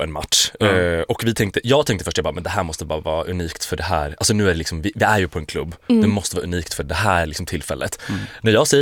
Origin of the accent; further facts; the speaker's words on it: Sweden; jag är svensk.